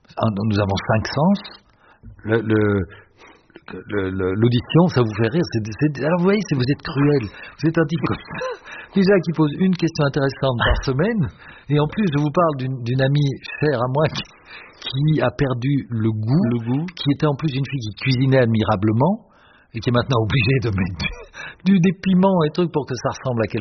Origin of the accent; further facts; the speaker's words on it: France; Non, on est français, monsieur. On est, voilà, du matin au soir.